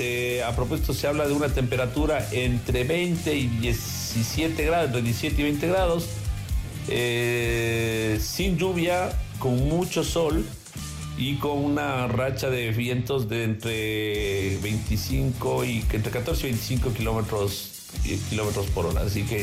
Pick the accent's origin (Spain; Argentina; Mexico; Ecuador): Ecuador; como ecuatorianos, se sientan tan orgullosos como me siento yo